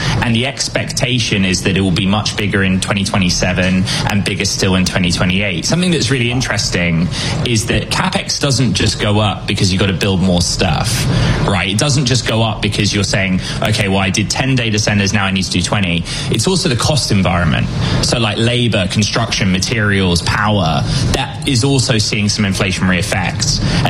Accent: Wales, United Kingdom; accent: British schoolboy; my British schoolboy accent and Welsh charm

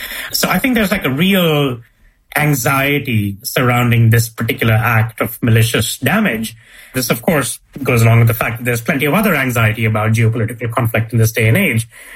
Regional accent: India; So I'm from India, for example, and many, if not all, of the undersea data cables that land in India today land in Mumbai on the west coast or Chennai on the east coast.

